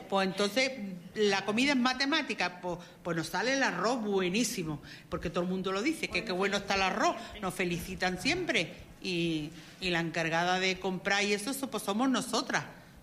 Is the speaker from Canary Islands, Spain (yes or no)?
no; Málaga, Andalusia, Spain; now in Santa Rosalía, Spain; en Santa Rosalía, pero en la parte de autoconstrucción. Llevo aquí ya 37 años, pero yo me he criado en Campanilla, que es lo mismo.